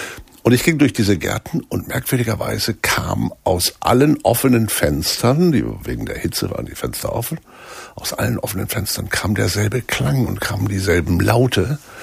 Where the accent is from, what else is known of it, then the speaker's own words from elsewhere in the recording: Delmenhorst, Lower Saxony, Germany; es gab bei uns zu Hause in Delmenhorst, in der Schönemoorstraße 101, beim Tischlereibetrieb Karl Reinke, kein Radio.